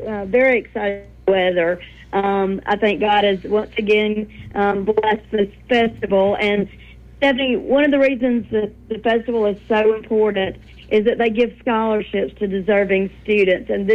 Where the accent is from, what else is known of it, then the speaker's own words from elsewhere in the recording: Glenwood, United States; I grew up in Glenwood